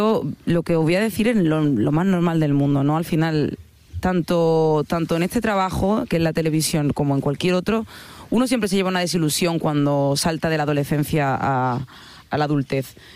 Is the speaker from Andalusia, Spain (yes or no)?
yes; Andalusia, Spain; Yo soy andaluza. Me encanta reírme, pasármelo bien.